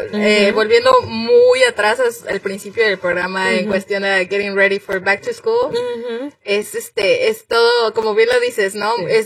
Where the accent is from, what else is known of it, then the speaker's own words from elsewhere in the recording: Mexico; moved away; Yo hablo digamos de la experiencia de México